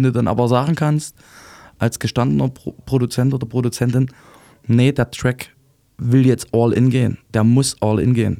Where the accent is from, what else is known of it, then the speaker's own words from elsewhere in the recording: Thuringia, Germany; ich komme aus dem Altenburger Land, auf jeden Fall Provinz. Mhm. Safe Provinz.